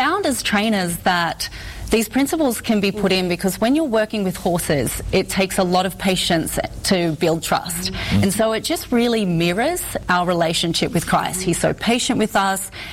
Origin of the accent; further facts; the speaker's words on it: Australia; moved away as an adult; now in United States; Well, obviously my accent's a little funny, and so I'm from Australia.